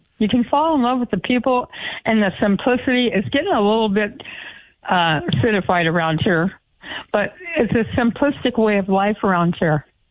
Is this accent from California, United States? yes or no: yes; California, United States; moved away as an adult; also born or lived in Dickinson; now in Grand Forks, United States; I'm a person that was born and raised in California, married a North Dakota man down there, moved here in 81, lived in Dickinson for 10 years, and then moved here for college in Grand Forks in 1990.